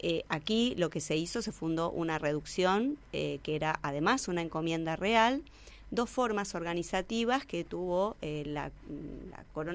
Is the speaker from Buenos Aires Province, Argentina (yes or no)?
yes; Quilmes, Buenos Aires Province, Argentina; born there; Quilmes, aparte de ser mi ciudad natal y la ciudad natal de quienes estamos en el proyecto